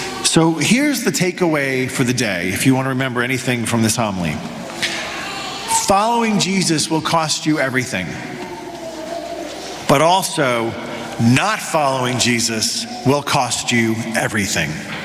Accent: New York, United States; I'm from New York.

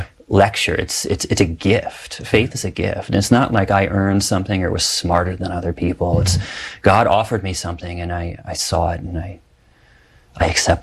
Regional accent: St. Louis, Missouri, United States; moved away as an adult; also born or lived in Cape Cod, Massachusetts; I'm from St. Louis.

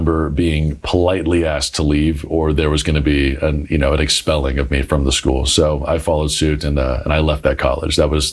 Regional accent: Douglasville, Georgia, United States; born or raised there

